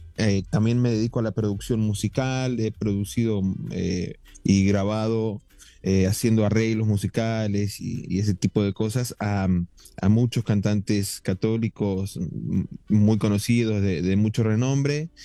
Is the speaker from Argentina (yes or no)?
yes; Argentina; moved away as an adult; now in Guadalajara, Mexico; Soy argentino. Actualmente, desde hace 15 años, vivo en la ciudad de Guadalajara, Jalisco, México.